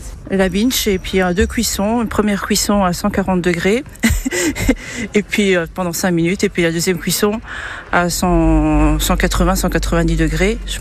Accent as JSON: {"language": "French", "country": "Belgium", "said": "Je suis belge. Donc, moi, il faut visiter aussi la Belgique."}